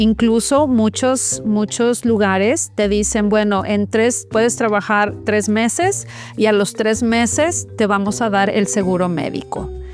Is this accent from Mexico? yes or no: yes; Mexico; now in United States; yo crecí pues en México yendo al ISSSTE, porque mis papás pues siendo maestros era lo que nos tocaba